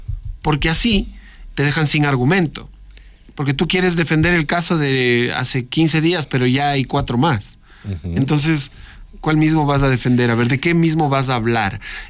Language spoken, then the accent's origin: Spanish; Ecuador